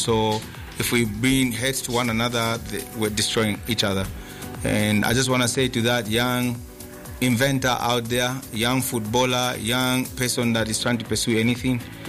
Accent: Zambia; moved away; see, I'm African and I'm from Zambia.

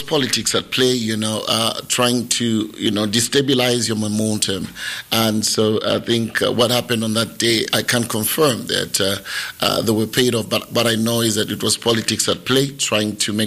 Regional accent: Lusaka, Lusaka Province, Zambia; Lusaka is my backbone. I mean, I come from Mandevu. I'm a Kombon boy

